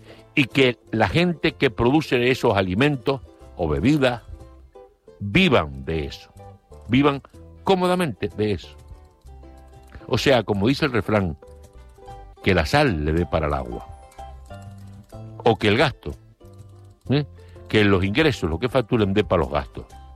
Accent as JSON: {"language": "Spanish", "region": "Canary Islands", "country": "Spain"}